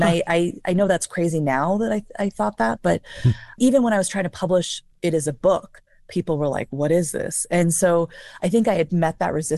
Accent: Wyoming, United States; also born or lived in Colorado; And of course, growing up in Wyoming and being from here, I mean, even being in Colorado, there's wind is a thing.

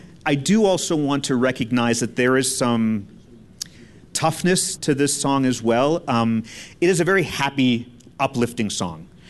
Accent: El Paso, Texas, United States; born there; I was born in El Paso.

